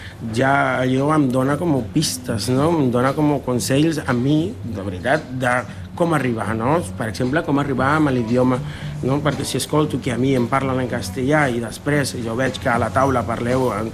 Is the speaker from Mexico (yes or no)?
yes; Mexico; Catalan is a second language; moved away; per exemple, que jo soc mexicà, visc aquí fa 12 anys